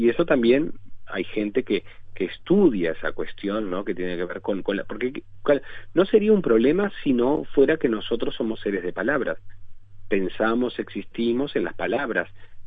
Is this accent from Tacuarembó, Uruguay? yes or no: no; Artigas, Uruguay; accent: Artigas; Ahora yo, que vengo de 600 kilómetros y mantengo mi acento de Artigas, está mal.